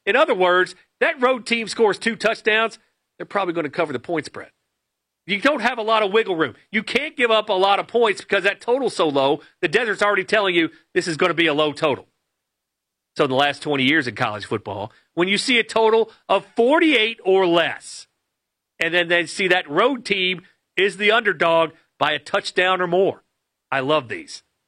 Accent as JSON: {"language": "English", "town": "Lexington", "region": "Kentucky", "country": "United States", "tie": "born or raised there", "said": "I am from Lexington, Kentucky, and I am a little biased because I grew up in a college basketball haven."}